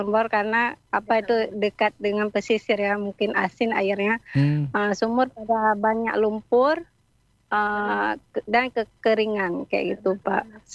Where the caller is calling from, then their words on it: Matang Baru, Aceh, Indonesia; Saya dari …, Desa Matang Baru, Kecamatan Lapang, Kabupaten Aceh Utara.